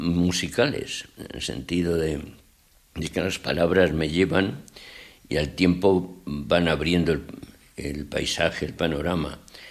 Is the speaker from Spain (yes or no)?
yes; Asturias, Spain; now in Madrid, Spain; Bueno, ahora me encuentro en Madrid, como estás viendo, pero vengo de Asturias y me gustaría volver a rodar allí.